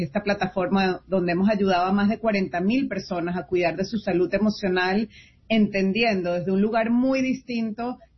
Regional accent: Paraguay; moved away as an adult; soy de Paraguay y bueno, fui inmigrante por elección a los 25 años y como todos sabemos es una decisión bastante difícil de dejar el país atrás

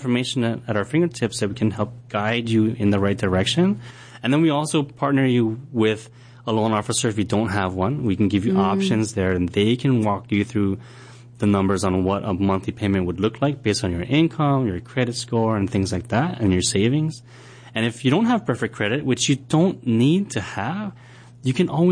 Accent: Kaneohe, Hawaii, United States; I grew up in Kaneohe.

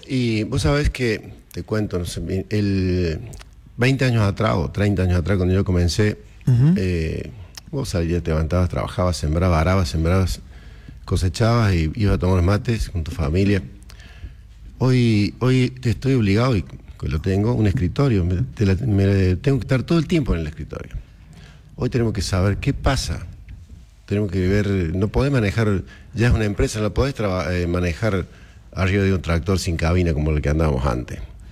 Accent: Monte del Rosario, Córdoba, Argentina; mamá hija de italianos. Pero siempre tuve el campo en la zona rural. El pueblito donde yo nací se llama Monte del Rosario, pueblito de 150 habitantes.

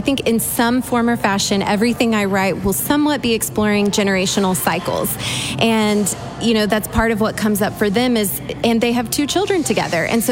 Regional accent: Texas, United States; being born and raised in Texas

